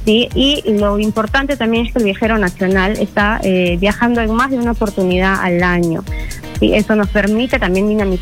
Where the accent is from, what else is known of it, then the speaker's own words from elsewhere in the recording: Peru; Creo que como peruanos nos llena de orgullo.